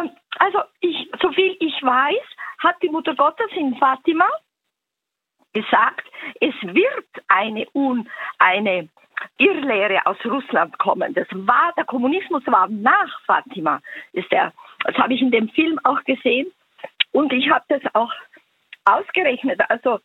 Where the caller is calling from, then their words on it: Innsbruck, Tyrol, Austria; Aus Innsbruck, aus Innsbruck.